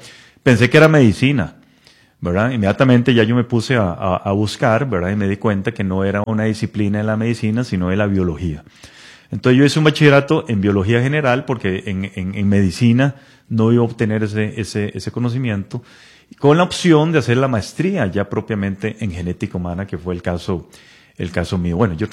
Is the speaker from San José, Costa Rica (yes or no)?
yes; Sabanilla, San José, Costa Rica; Yo soy de Sabanilla y Montes de Oca.